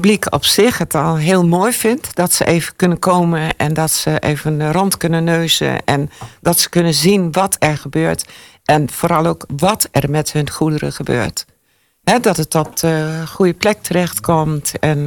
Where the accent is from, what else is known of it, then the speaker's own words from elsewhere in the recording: Waskemeer, Friesland, Netherlands; Ja, wij komen uit